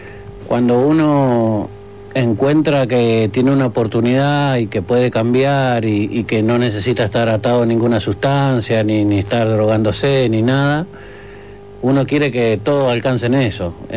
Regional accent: Argentina; moved away as an adult; now in Uruguay; yo soy argentino, vine de allá de Argentina, y cuando cumplí todo el proceso, digamos, estuve en Paysandú en una chacra, luego estuve en Montevideo

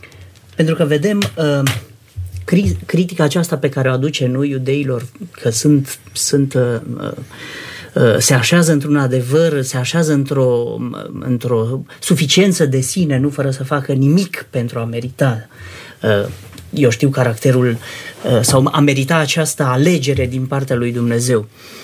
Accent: Romania; adică suntem ortodoxi, suntem români

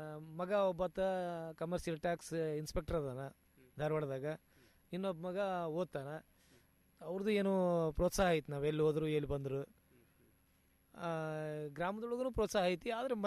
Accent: Karnataka, India; ನಮ್ಮ ಊರು ಬಯಲು, ಅಲ್ಲಿ ಗಿಡ ಮರಗಳು ಬಹಳಷ್ಟು ಕಡಿಮೆ.

